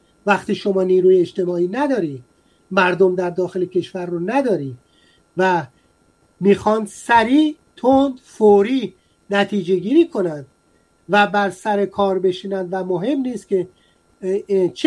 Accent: Iran

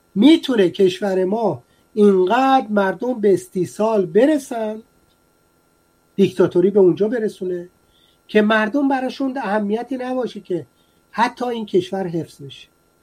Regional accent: Iran

